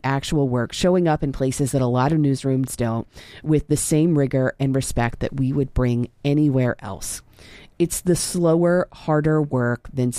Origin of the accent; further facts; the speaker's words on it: Oklahoma, United States; I grew up in Oklahoma, and this state often gets covered with less scrutiny and respect than bigger states get.